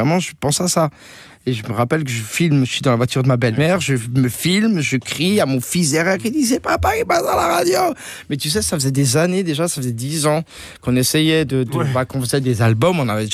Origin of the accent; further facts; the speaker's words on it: Grand Est, France; now in Paris, France; moi je suis d'Alsace et puis ça me fait bizarre de voir autant de gens dans la rue.